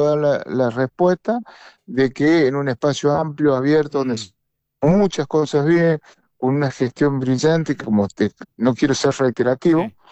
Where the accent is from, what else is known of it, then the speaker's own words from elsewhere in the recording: San Luis, Argentina; moved away as an adult; En San Luis yo soy una persona que soy hijo de San Luis, o sea, mis abuelos, todos somos de San Luis